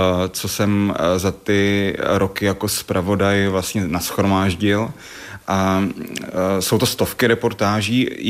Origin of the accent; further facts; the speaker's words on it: Krásné Pole, Moravian-Silesian Region, Czechia; moved away as an adult; Má manželka je přes kopec z Velké Polomy, já jsem z Krásného Pole